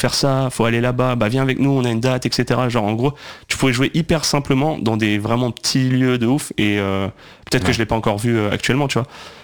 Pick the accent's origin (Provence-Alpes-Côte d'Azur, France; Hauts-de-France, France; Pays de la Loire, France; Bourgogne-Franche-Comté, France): Hauts-de-France, France; moved away as an adult; also born or lived in Paris / New York; moi je suis de Picardie à la base.